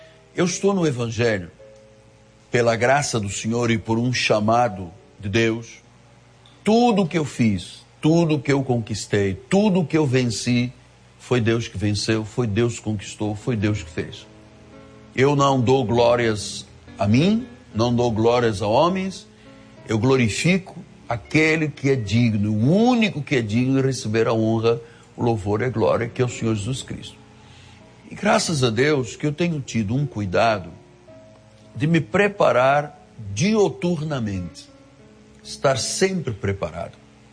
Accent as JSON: {"language": "Portuguese", "country": "Angola", "tie": "born there", "said": "eu nasci em África, em Angola"}